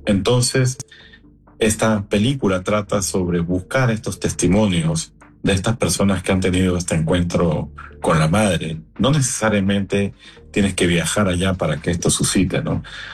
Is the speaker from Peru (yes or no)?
yes; Peru; now in Panama; Estamos acá en Panamá. Yo soy peruano. Radico en Panamá hace 30 años.